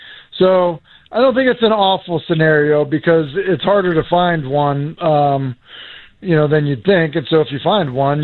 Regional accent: Massachusetts, United States; Like, I grew up in Massachusetts, went to Boston College.

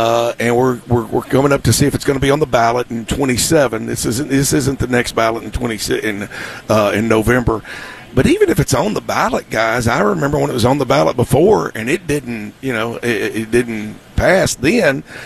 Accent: Nashville, Tennessee, United States; I grew up in East Nashville. I grew up on the other side of Shelby Park.

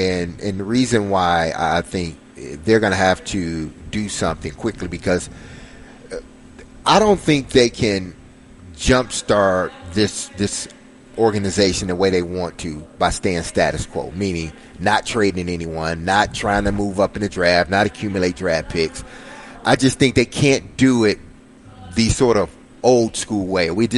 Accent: Detroit, Michigan, United States; I grew up in Detroit.

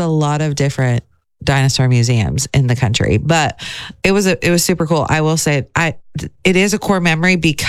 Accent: West Coast, United States; so I'm from the West Coast. We drove one summer when I was really into dinosaurs.

